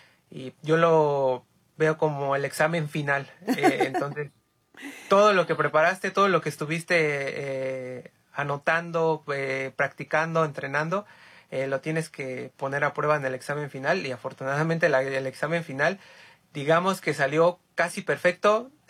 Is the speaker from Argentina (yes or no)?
no; Mexico; México es mi país, créeme, por eso es que lo puse 100% mexicano, porque ahí nací, ahí crecí, ahí entreno, mis papás son de México, toda mi familia